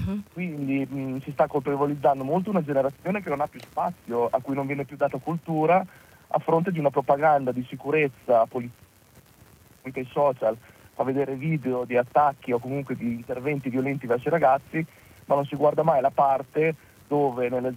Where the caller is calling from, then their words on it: Bologna, Emilia-Romagna, Italy; io sono di Bologna.